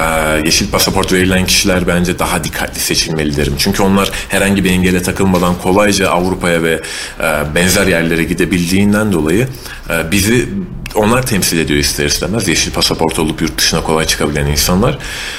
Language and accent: Turkish; Yozgat, Turkey; Hayır biz Türk'üz. Biz bu kültürün çocuklarıyız. Ben Yozgatlıyım bunu reddedemem.